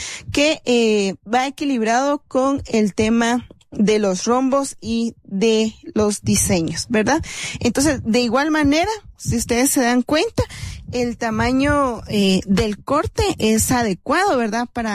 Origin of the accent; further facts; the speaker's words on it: Aguacatán, Huehuetenango, Guatemala; un diseño que siempre nos recuerda que somos de Aguacatán.